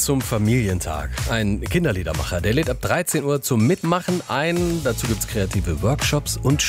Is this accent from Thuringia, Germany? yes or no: yes; Breitenbach, Thuringia, Germany; Die Original Breitenbacher Füßlinge aus meinem Heimatdorf sind da. Das ist ein Verein, der Füßlinge macht. Das ist so eine Art Stoffschuh, der ganz früher in Breitenbach im Eichsfeld hergestellt wurde.